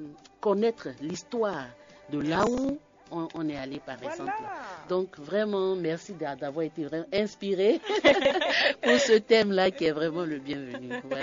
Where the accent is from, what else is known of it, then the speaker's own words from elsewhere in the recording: Benin; nous sommes béninois